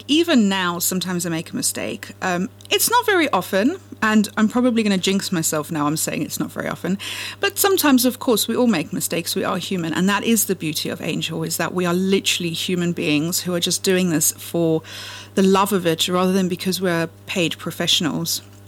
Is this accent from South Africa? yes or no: yes; South Africa; now in England; So I grew up on a farm in a place called Tilbach in the mountains in the middle of nowhere in South Africa.